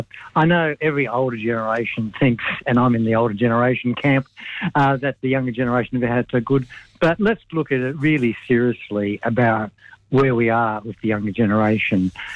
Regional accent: Ipswich, Queensland, Australia; I come from Ipswich, which is, for those who don't know where Ipswich is, it's a coal mining town 50 kilometres west of Brisbane, okay? Quite an industrial town. But when I lived in Ipswich as a young person, there was no sewage for large parts of Ipswich.

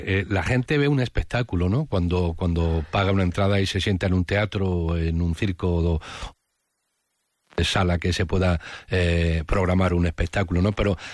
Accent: Don Benito, Extremadura, Spain; Pero siempre que puedo, intento hacer todos los estrenos en Don Benito, en mi pueblo.

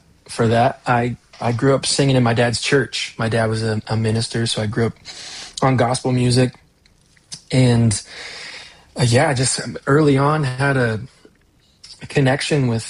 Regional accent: Washington, United States; now in Seattle, United States; Moved over to Seattle. I'm from Eastern Washington, kind of near Spokane, if folk know where that's at.

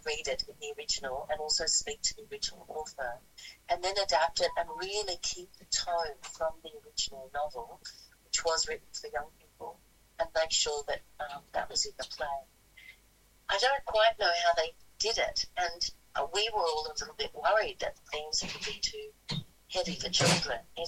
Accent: Sydney, New South Wales, Australia; also born or lived in Adelaide; I went to drama school in Adelaide, even though I was from Sydney.

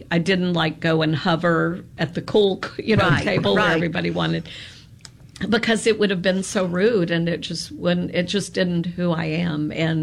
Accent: Natchez, Mississippi, United States; growing up in Natchez and being a Mississippian, hospitality is just in our blood.

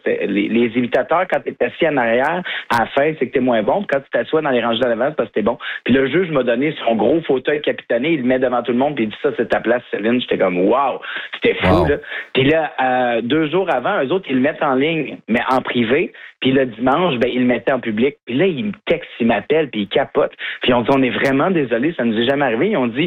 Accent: Saint-Boniface, Quebec, Canada; also born or lived in Saint-Étienne-des-Grès; J'habitais sur le côté Saint-Étienne-des-Grès. Mais j'ai vécu toute ma vie, ma jeunesse, puis même mon adolescence à Saint-Boniface.

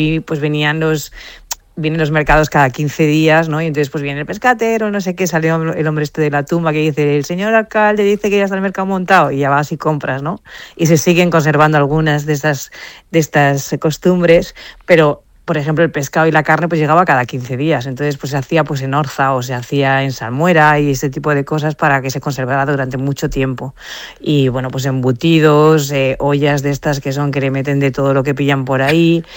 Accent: Sot de Chera, Valencian Community, Spain; Yo siempre digo que soy de Sot de Xera porque me siento de allí

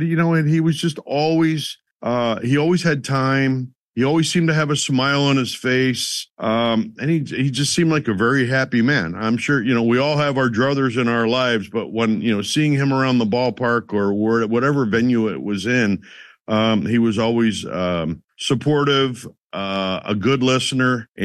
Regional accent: Souderton, Pennsylvania, United States; growing up in Souderton and all around, you know, the area

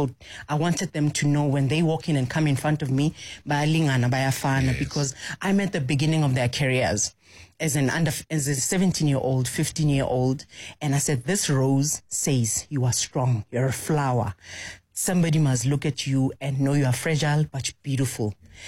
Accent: Johannesburg, Gauteng, South Africa; I come from Alex. And why am I successful today? Because that community helped me. I started playing my football there, grew up there, went to school there.

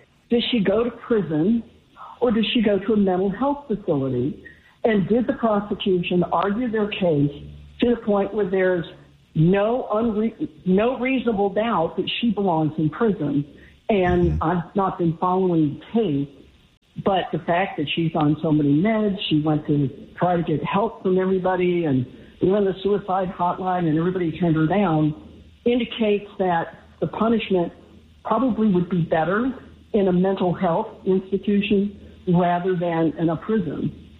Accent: Marietta, Georgia, United States; now in Carson City, United States; We're originally from Marietta, and we moved out to Carson City.

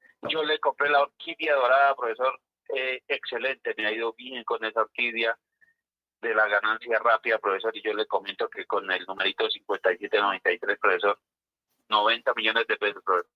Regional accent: Saboyá, Boyacá, Colombia; also born or lived in Muzo; Saboyá, Boyacá, profesor, donde es mi tierra natal.

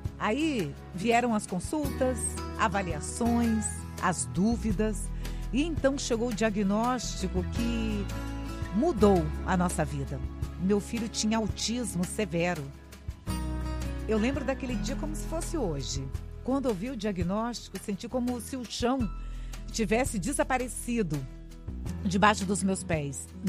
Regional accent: Espírito Santo, Brazil; now in São Paulo, Brazil; sou capixaba, mas estou morando no interior de São Paulo.

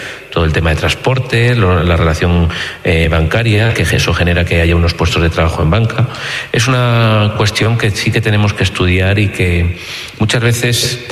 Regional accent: La Bañeza, Castile and León, Spain; me queda mucho que dar a mi tierra, a mis paisanos

